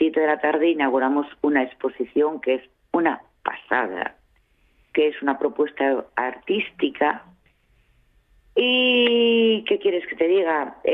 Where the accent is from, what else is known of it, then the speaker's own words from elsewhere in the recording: Oviedo, Asturias, Spain; also born or lived in Quirós; Yo soy hasta sexta generación de Quirós, pero por circunstancias, llámese años 70, nací en Oviedo, ya sabes, inmigración, cambio de ciudad, etcétera, etcétera, ¿no? Me crié en Oviedo